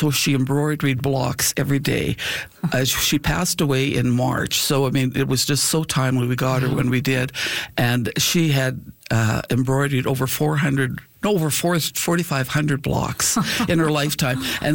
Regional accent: Rose Valley, Saskatchewan, Canada; So the story originated at Arose Valley, which is my hometown

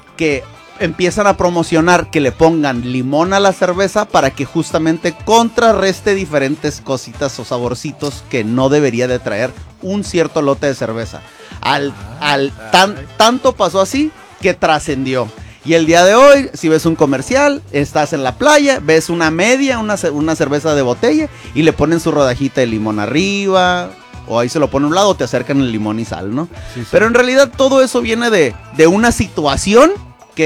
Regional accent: Ensenada, Baja California, Mexico; para nosotros aquí los porteños de la ciudad de Ensenada

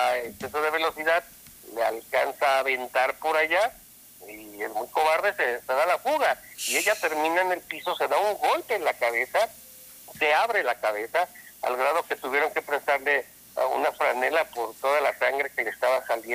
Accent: Mexico; los mexicanos nos catalogan por romper todas las reglas

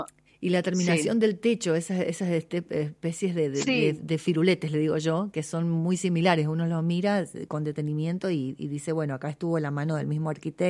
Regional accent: Mendoza, Argentina; De nuestro origen, de origen como provincia, como argentinos

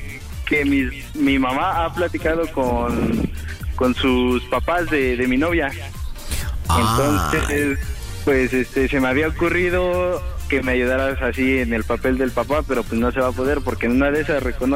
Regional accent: Hidalgo, Mexico; Yo soy de Hidalgo, fui para allá.

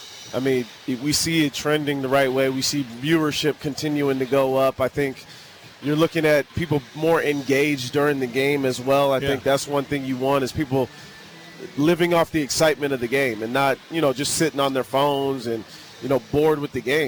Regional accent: San Diego, California, United States; I was playing with Bruce Bochy's son, Brett Bochy, growing up in San Diego.

